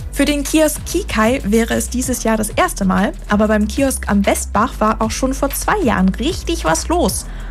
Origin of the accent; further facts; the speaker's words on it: Schleswig-Holstein, Germany; now in Ruhr area, Germany; Ja, nicht nur komme ich aus dem Norden, ich bin auch noch in einem 300-Seelendorf aufgewachsen.